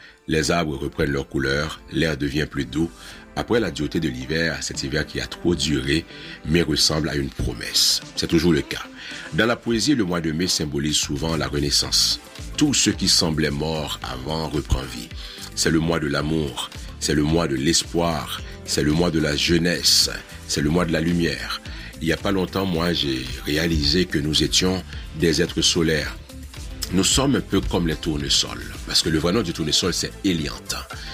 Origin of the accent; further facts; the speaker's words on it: Haiti; Moi, dit, mais non, moi, je viens d'Haïti.